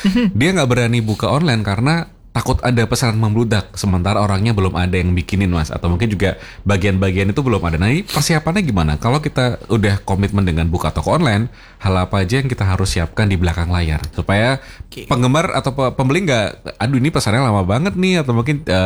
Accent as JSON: {"language": "Indonesian", "town": "Semarang", "region": "Central Java", "country": "Indonesia", "said": "Saya orang Banyumanik akan nyarinya di Tembalang sih Mas."}